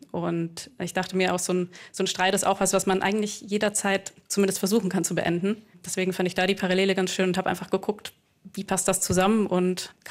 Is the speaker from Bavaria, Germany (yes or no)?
no; Tal, Baden-Württemberg, Germany; also ich komme aus der Nähe von Ulm, aus einem kleinen schwäbischen Dorf, das heißt Tal mit TH, muss man nicht kennen.